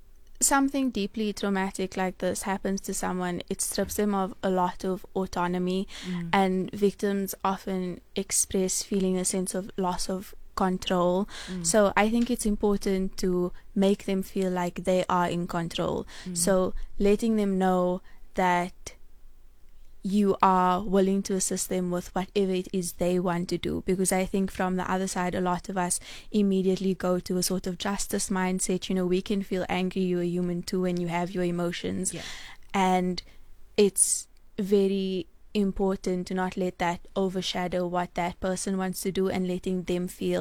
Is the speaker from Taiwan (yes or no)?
no; South Africa; But the other side of it is that as South African women, we do become quite numb to these things.